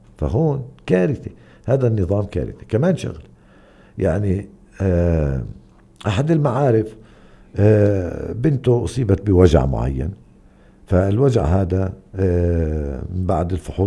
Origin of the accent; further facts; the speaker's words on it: West Bank, Palestine; عندنا في الضفة